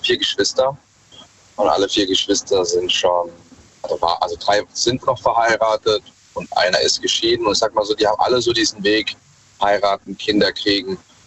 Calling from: Mannheim, Baden-Württemberg, Germany; Aus Mannheim.

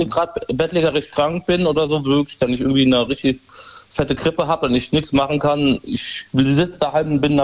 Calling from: Cochem, Rhineland-Palatinate, Germany; Ich bin von Kochen.

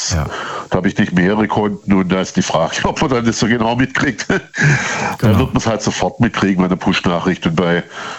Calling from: Rems-Murr district, Baden-Württemberg, Germany; So 40 Kilometer nördlich von Stuttgart

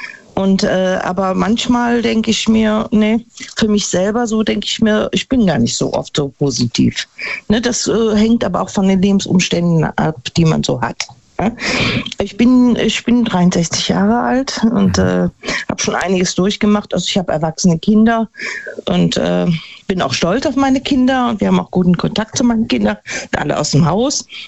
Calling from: Neunkirchen-Seelscheid, North Rhine-Westphalia, Germany; Ja, ich bin aus Neunkirchen-Silscheid

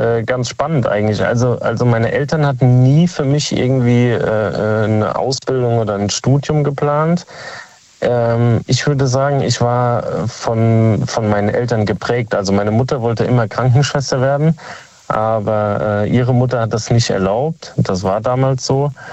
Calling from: Kaiserslautern, Rhineland-Palatinate, Germany

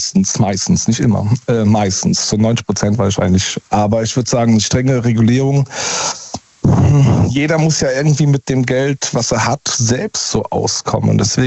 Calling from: Baden-Württemberg, Germany; So 40 Kilometer nördlich von Stuttgart, also nördlich ja Rems-Murr-Kreis, ja.

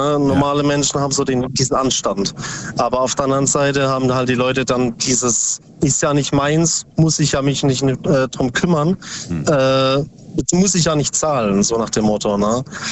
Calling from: Ubstadt-Weiher, Baden-Württemberg, Germany; Aus Ubstadt Weiher, nee, Bruchsal.

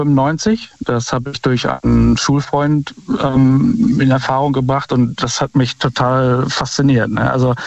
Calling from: Bad Wünnenberg, North Rhine-Westphalia, Germany; Bad Wünnenberg.

